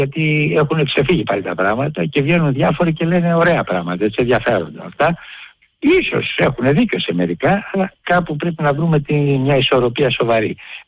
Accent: Greece; Διότι είμαστε Έλληνες.

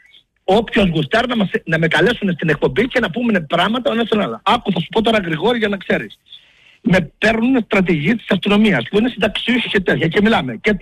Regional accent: Greece; Μόνο που είμαι Έλληνας πατριώτης έχουν πρόβλημα γιατί μιλώ.

